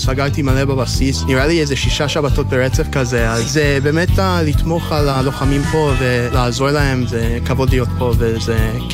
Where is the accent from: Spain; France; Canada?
Canada; Hebrew is a second language; moved away as an adult; now in Israel; במקור, אני מקנדה